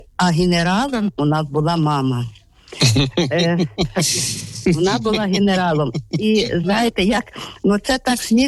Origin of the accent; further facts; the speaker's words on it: Vinnytsia, Vinnytsia Oblast, Ukraine; Ви знаєте, отченько, ви мою маму дуже добре знаєте. Я з Вінниці, з костьола Матері Божої Ангельської.